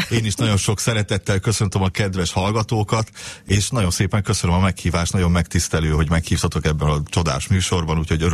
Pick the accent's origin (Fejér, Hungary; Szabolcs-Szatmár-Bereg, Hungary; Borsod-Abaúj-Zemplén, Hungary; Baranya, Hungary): Borsod-Abaúj-Zemplén, Hungary; Miskolc; én miskolci születésű vagyok, ott is nőttem föl, mi öten vagyunk fiú testvérek, mind az öten zenészek vagyunk.